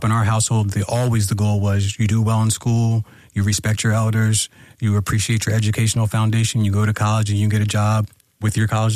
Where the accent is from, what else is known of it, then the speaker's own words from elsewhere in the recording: East Norriton, Pennsylvania, United States; we grew up in suburbia, we grew up in East Norton, Pennsylvania. Yeah. So that was, the outskirts of Norristown.